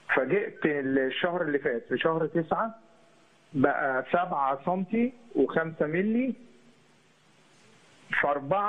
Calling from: Giza, Giza Governorate, Egypt; أنا من الجيزة أو صابونة الشرفة.

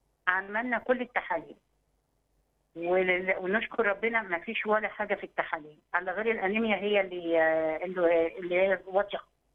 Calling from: Cairo, Cairo Governorate, Egypt; انا من القاهرة، … من القاهرة.

